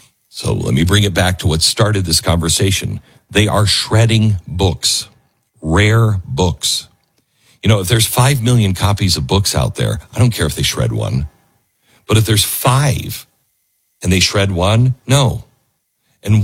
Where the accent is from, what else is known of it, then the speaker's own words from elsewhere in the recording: Seattle, Washington, United States; moved away; I moved from the West Coast, Seattle, where we had pineapple pizza all the time, Hawaiian pizzas. And that was part of my life growing up, Hawaiian pizza.